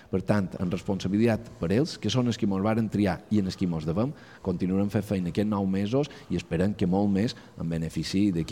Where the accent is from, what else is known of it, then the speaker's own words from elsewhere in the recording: Mallorca, Balearic Islands, Spain; Som mallorquins